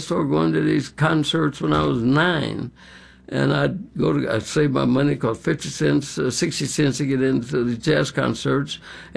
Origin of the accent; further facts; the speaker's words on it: Kansas City, Missouri, United States; I grew up in Kansas City.